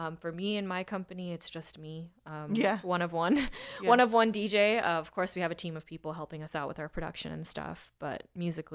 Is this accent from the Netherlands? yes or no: no; Round Rock, Texas, United States; I grew up in Round Rock and went to school out there.